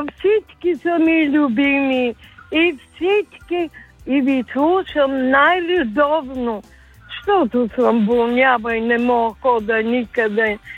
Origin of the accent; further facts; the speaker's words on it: Montana, Montana Province, Bulgaria; От Монтана съм и искам да поздравя брат Вичлаха ми, племенницата, която днес има рожден ден.